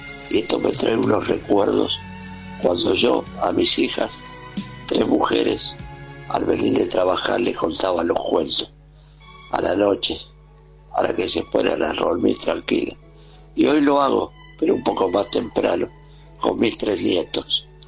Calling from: Gerli, Buenos Aires Province, Argentina; de Gerli, un humilde jubilado.

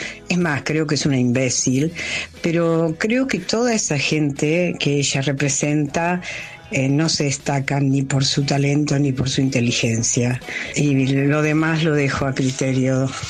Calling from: Buenos Aires, Argentina; de Paternal.

